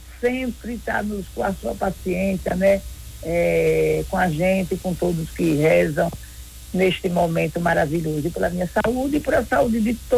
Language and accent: Portuguese; Moita Bonita, Sergipe, Brazil; born there; also born or lived in Itabaiana; now in Areia Branca, Brazil; da minha cidade de Itabaiana, Moita Bonita também, que foi onde eu nasci, Areia Branca, onde eu também tenho domicílio